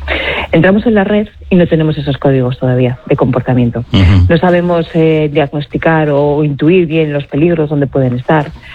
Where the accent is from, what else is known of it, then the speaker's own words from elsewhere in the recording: Aragon, Spain; fíjate, yo soy aragonesa, en el Pirineo muchos valles fueron anegados